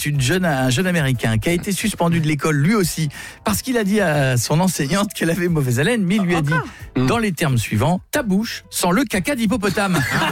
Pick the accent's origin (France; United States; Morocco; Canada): France; chez nous en France